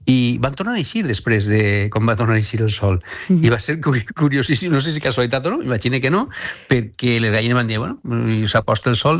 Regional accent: Alcoy, Valencian Community, Spain; jo soc d'Alcoi, parlant amb els amics, familiars d'Alcoi

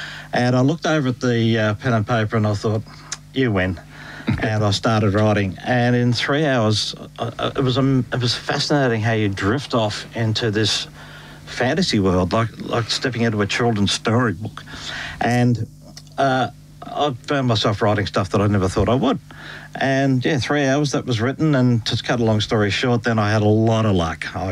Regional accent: Cobram, Victoria, Australia; also born or lived in Beechworth; now in Geelong, Australia; born in Beechworth and spent the best years of my childhood in Cobram in northeast Victoria. Then we came to Geelong in 1969 and back to Tokemall in 74 and then back to Geelong in 75

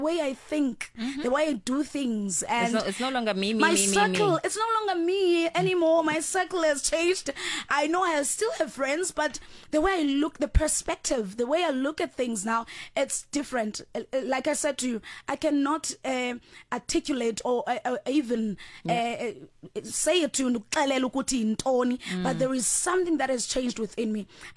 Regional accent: King William's Town, Eastern Cape, South Africa; now in Johannesburg, South Africa; I'm born and bred in King Williamstown, iQonce now

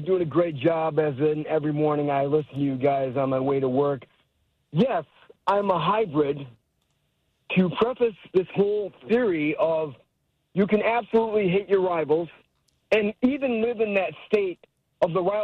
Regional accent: Waukegan, Illinois, United States; also born or lived in Chicago; now in Wisconsin, United States; I am from Chi-Town, Waukegan, but who doesn't claim Chicago when you're from the north?

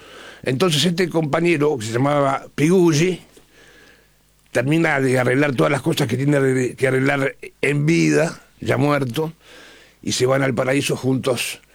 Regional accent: Buenos Aires, Argentina; Y porque soy porteño.

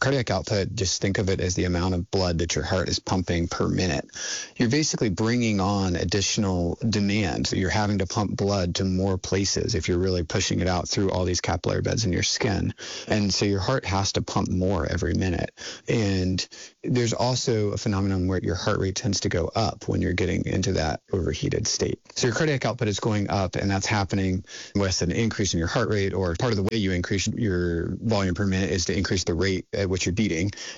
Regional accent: South Carolina, United States; now in Vermont, United States; I grew up in South Carolina and it's just normal to have air conditioning in every house. And when I moved to Vermont

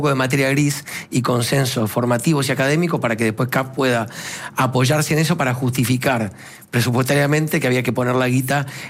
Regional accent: Adrogué, Buenos Aires Province, Argentina; Yo soy de Adrogué.

